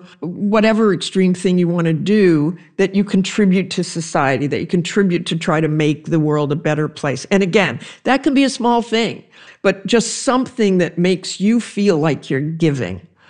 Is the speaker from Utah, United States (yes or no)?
yes; Salt Lake City, Utah, United States; I was raised in Salt Lake City, and I did not have a father.